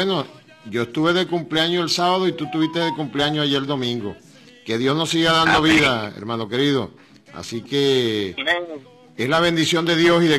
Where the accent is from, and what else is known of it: Venezuela